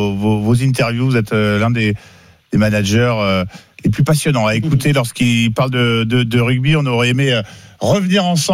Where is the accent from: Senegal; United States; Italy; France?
France; Nay, Nouvelle-Aquitaine; je suis originaire de Naï